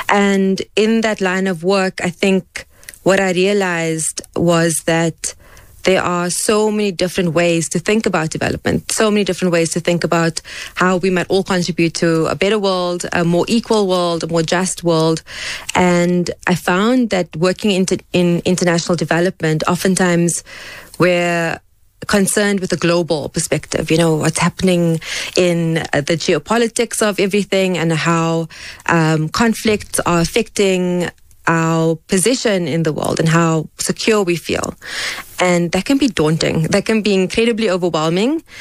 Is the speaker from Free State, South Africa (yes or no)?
no; Cape Town, Western Cape, South Africa; moved away as an adult; now in Johannesburg, South Africa; Okay, so I've been in Joburg now for 16 years. Time flies. I'm actually from Cape Town, born and raised.